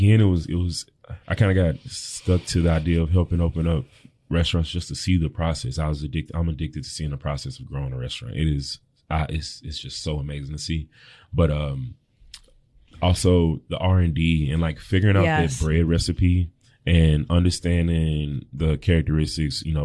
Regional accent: Tennessee, United States; we're in Tennessee and I grew up in Tennessee, you know, it's a landlocked state

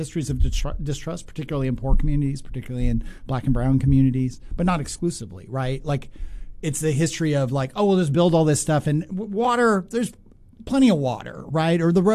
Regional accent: Pacific Northwest, United States; I grew up in the Northwest

